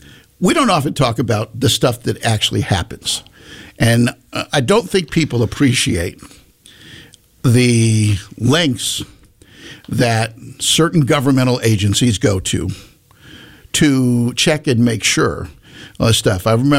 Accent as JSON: {"language": "English", "region": "Connecticut", "country": "United States", "tie": "born or raised there", "also_born_or_lived": "Maryland", "moved": "yes", "lives_now": "Virginia, United States", "said": "where I grew up in Connecticut, you did not have counties, so to speak. You had areas, but they all kind of blended together. And then I lived in Maryland"}